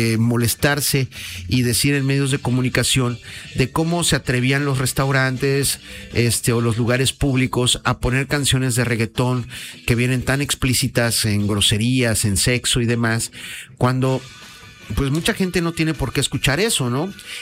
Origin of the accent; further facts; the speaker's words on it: Mexico; nuestra cultura tradicional mexicana